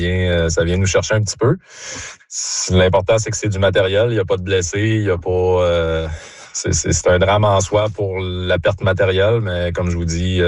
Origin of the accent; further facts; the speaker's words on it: Sept-Îles, Quebec, Canada; Moi, personnellement, je suis natif de Sept-Îles.